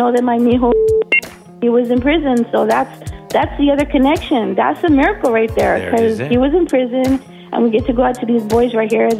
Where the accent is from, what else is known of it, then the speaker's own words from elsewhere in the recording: Casa Grande, Arizona, United States; now in Eloy, United States; I grew up in Casa Grande, which is about 15 miles, west from here.